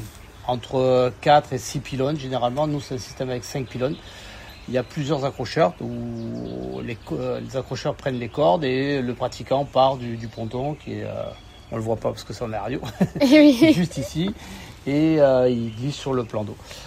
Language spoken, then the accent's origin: French; Perpignan, Occitanie, France; Je suis de Perpignan, ouais, donc j'étais sur le Barcarès.